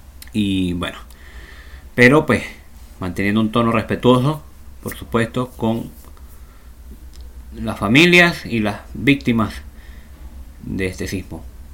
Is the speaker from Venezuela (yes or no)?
yes; Venezuela; Yo soy venezolano